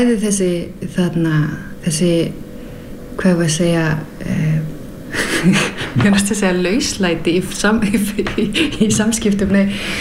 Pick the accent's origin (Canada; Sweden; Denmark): Denmark; now in Iceland; nú er ég alinn upp í Danmörku og það er mjög, mjög sjaldan að þú verður fyrir reiði í opinberu rými